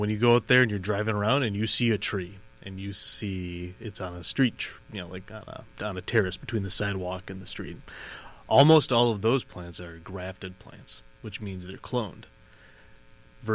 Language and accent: English; De Pere, Wisconsin, United States; also born or lived in Stevens Point, Wisconsin; now in Menomonee Falls, United States; I was raised in De Pere, Wisconsin, went to school in Stevens Point for forestry.